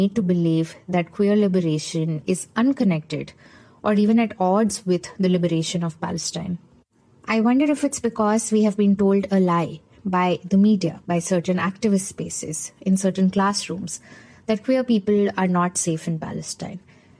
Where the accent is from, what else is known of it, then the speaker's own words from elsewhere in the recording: India; As an Indian, I can tell you that when the British colonizers came to India, they didn't say that they are coming to occupy our land, steal our resources, or murder our people.